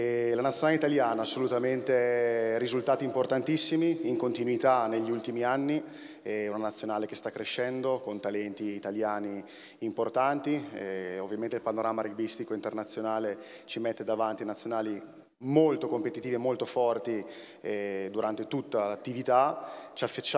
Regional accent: Reggio Emilia, Emilia-Romagna, Italy; per me è un onore essere qui stasera, sono ospite, vengo da Reggio Emilia

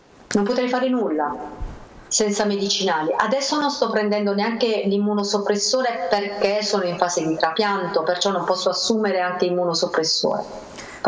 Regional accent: Apulia, Italy

